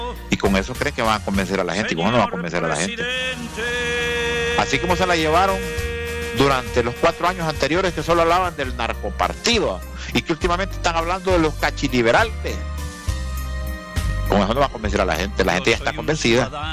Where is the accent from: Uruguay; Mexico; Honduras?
Honduras; Hay cosas que yo como hondureño no estoy de acuerdo con el presidente.